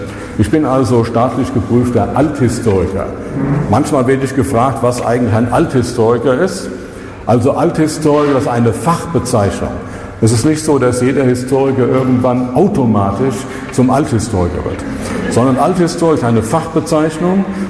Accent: Dillenburg, Hesse, Germany; accent: Dillenburg sibilants; Ich komme aus Dillenburg, das ist eine kleine Stadt in Hessen. Dass ich aus dieser Stadt komme, könnte man dann merken, wenn man sich auskennt, wenn ich Zischlaute gebrauche.

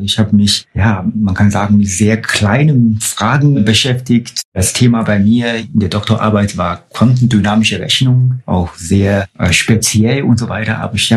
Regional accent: China; German is a second language; now in Germany; ich komme aus China und lebe auch in Wuseg.

